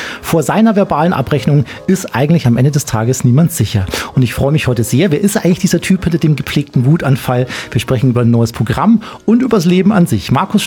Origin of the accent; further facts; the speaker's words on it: Bavaria, Germany; Ich bin hier im Chiemgau aufgewachsen und mit meinem Bruder stand ich oft am Gartenzaun im Sommer.